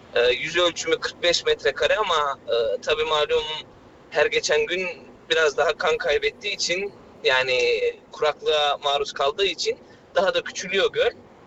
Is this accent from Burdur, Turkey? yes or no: yes; Yeşilova, Burdur, Turkey; now in Darmstadt, Germany; Darmstadt'tan arıyorum. Hı-hı. Ayrıca Salda Gölü'ne, Salda Gölü'nün orada benim köyüm. Salda Gölü'nün batında.